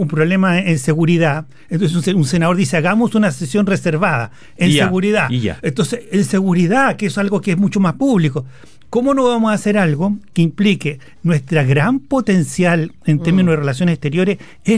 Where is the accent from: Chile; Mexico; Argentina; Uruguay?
Chile